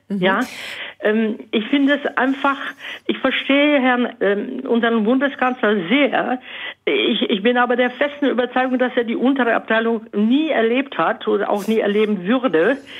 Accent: Bohemia, Czechia; Ich komme aus Böhmen.

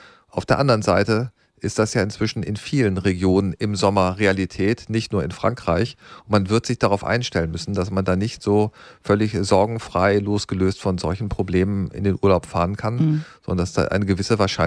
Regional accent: Germany

